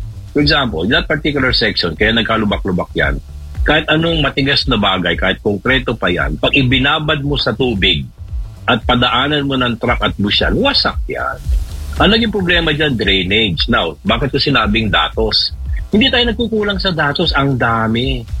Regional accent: Manila, Metro Manila, Philippines; Lumaki ako sa Divisoria, talagang daanan ng trakasyan eh.

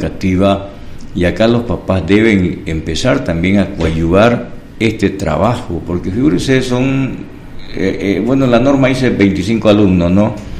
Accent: Bolivia; todos somos bolivianos

